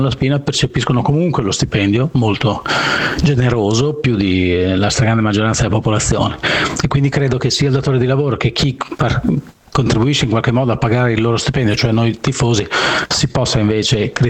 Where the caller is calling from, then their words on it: Bologna, Emilia-Romagna, Italy; da Bologna.